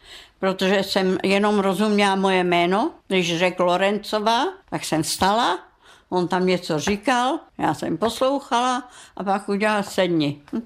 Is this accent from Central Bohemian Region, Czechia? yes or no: no; Krajková, Karlovy Vary Region, Czechia; Czech is a second language; Moje prapra se přímo taky narodila v Krajkově, moje babička taky v Krajkově, moje maminka taky v Krajkově a já taky. Já jsem Němka. Já mám národnost německou a českou státní příslušnost.